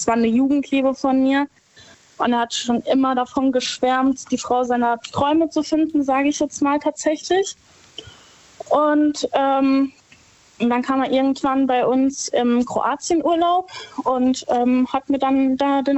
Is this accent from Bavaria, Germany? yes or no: no; Herxheim, Rhineland-Palatinate, Germany; Ich komme aus Herxheim bei Landau.